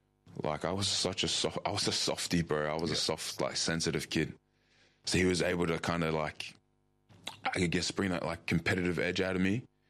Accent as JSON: {"language": "English", "town": "Mullaloo", "region": "Western Australia", "country": "Australia", "tie": "born or raised there", "said": "Yeah, I grew up in Mullaloo, like Dunlop. And I've lived there. I still live there now. I'm still in my family home at the moment with my parents."}